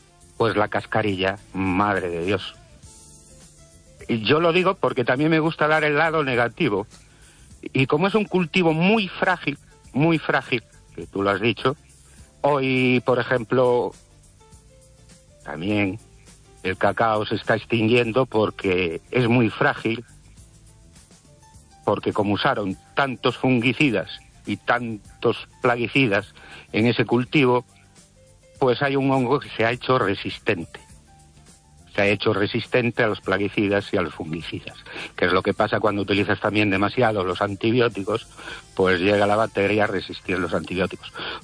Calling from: Ourense, Galicia, Spain; de Orense.

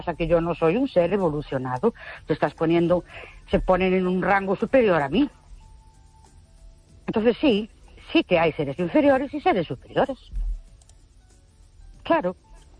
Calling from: Ourense, Galicia, Spain; de Ourense

